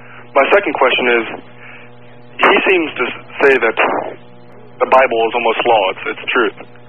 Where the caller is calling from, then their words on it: Akron, Ohio, United States; I'm in Akron, Ohio.